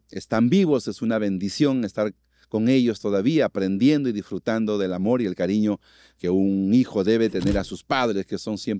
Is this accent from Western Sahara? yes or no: no; Huaral, Lima, Peru; also born or lived in Ayacucho; ayacuchana, como toda la familia de mis abuelos. He crecido acá en este valle, ¿no?, hermoso, siendo un hombre andino, acogido acá en este valle hermoso de Huaral Chancay.